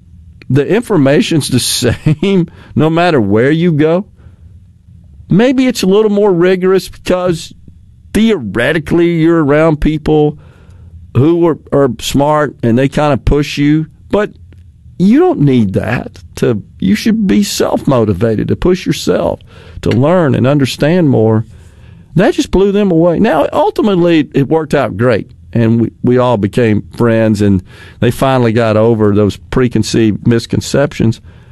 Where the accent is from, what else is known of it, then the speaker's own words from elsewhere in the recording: Mississippi, United States; But I got asked questions when they found out I was from Mississippi. Of course, they all want you to talk. Like, you know, they're intrigued by your accent.